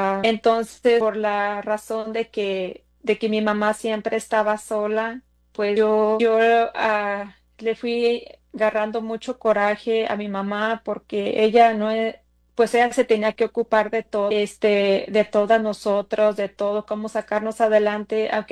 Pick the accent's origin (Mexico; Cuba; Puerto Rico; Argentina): Mexico; Jalisco; now in Moline, United States; Pertenezco a la comunidad de Moline, Illinois. Soy de México, del estado de Jalisco.